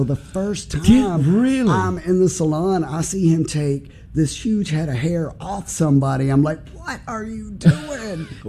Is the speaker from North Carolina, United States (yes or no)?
no; Memphis, Tennessee, United States; I grew up here in Memphis, Tennessee. Yeah. And I went to Wooddale, but I graduated from Overton.